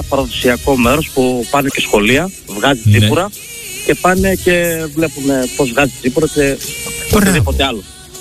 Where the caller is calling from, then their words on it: Serres, Central Macedonia, Greece; Εγώ κατάγομαι από Σέρες, είμαι στο Δήμο Μανώλη Παπά από Μονόβησερο.